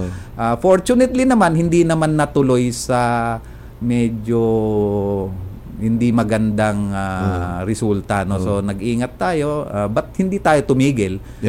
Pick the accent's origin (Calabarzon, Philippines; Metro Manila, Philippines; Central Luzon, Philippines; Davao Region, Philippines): Metro Manila, Philippines; Caloocan; tiga-Caloocan kami noon eh, no?